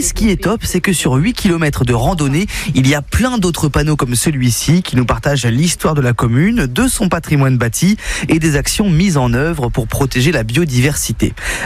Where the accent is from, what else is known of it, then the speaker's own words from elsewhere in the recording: Neuville-sur-Sarthe, Pays de la Loire, France; Tout à fait, j'ai grandi à Neuville et j'ai arpenté chaque recoin de ce joli village dans mes tendres années.